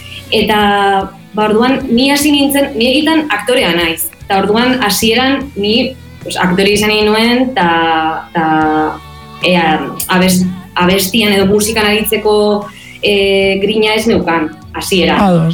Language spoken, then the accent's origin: Basque; Vitoria-Gasteiz, Basque Country, Spain; now in Barcelona, Spain; Bai, bai, Gasteiztarra naiz, baina duela mala urte etorri nintzen Bartzelonara ikastera.